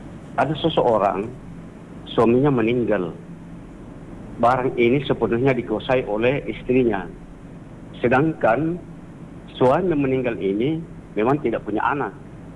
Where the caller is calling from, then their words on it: Indonesia; di Simbuang